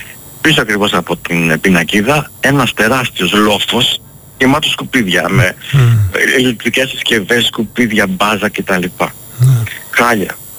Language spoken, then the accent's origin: Greek; Greece; moved away as an adult; Γι' αυτό και εγώ ήθελα να φύγω όπως αν μπορούσα από την Ελλάδα. Δυστυχώς το λέω, αφήνω τον τόπο μου, αλλά αφού δεν με σέβεται ο τόπος μου, γιατί να κάτσω.